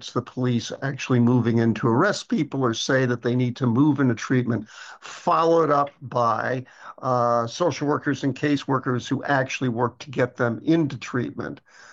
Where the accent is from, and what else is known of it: New York City, New York, United States; born or raised there